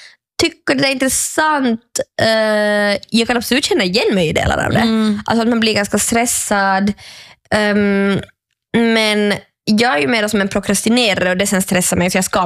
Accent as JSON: {"language": "Swedish", "country": "Norway", "said": "Ha, ja, jag kommer från Norge."}